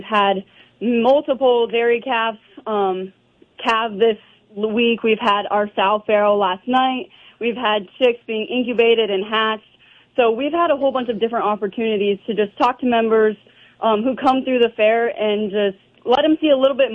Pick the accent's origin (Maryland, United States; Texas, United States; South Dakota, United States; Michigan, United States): South Dakota, United States; Sturgis; now in Piedmont, United States; I'm from Sturgis, so my home chapter was Sturgis, and I live in Piedmont, about 25 minutes south of there.